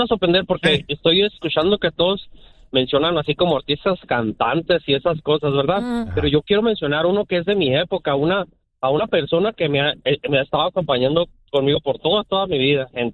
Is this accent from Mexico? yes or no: yes; Cuauhtémoc, Chihuahua, Mexico; Yo soy de Ciudad Cuauhtémoc, Chihuahua.